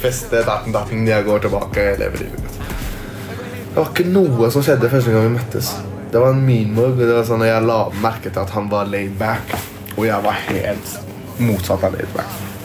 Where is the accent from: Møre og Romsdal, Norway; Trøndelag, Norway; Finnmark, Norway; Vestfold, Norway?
Trøndelag, Norway; Trondheim; Jeg er fra Trondheim, brør. Jeg elsker Trondheim.